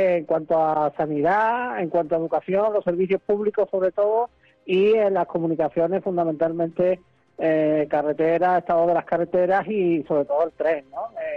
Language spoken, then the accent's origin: Spanish; Ronda, Andalusia, Spain; Digo, yo soy de Ronda y es que no os imagináis cómo ya afecta ese tema de la vivienda